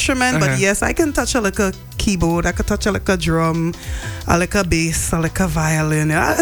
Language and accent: English; Nord-Est, Haiti; Well, I'm from the Northeast. Uh-huh. Big up to the whole of the Northeast.